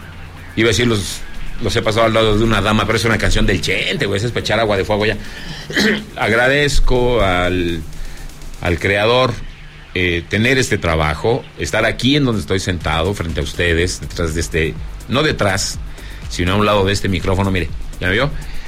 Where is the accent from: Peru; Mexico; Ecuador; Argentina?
Mexico; Zacatecas; Me mandaron fotografías que las publicamos en mi tierra Zacatecas